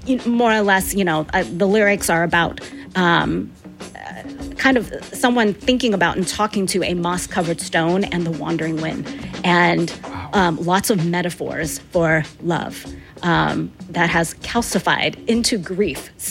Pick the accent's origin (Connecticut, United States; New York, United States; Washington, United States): Washington, United States; Olympia; And he ended up in Olympia, Washington, which is my hometown.